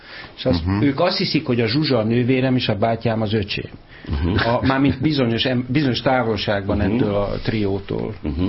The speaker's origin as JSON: {"language": "Hungarian", "region": "Budapest", "country": "Hungary", "tie": "born there", "said": "Kégolyó utcai szülészeti klinikán születtem"}